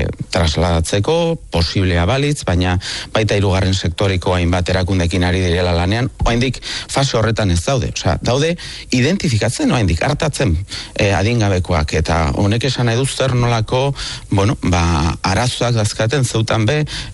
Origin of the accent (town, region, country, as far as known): Basque Country, Spain